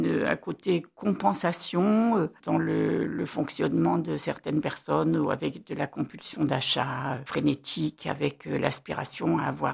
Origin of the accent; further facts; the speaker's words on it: Paris, Île-de-France, France; born there; moved away as an adult; now in Avignon, France; Ça fait plus de 45 ans que j'habite à Avignon, que j'ai quitté Paris avec mon diplôme d'éducatrice en poche.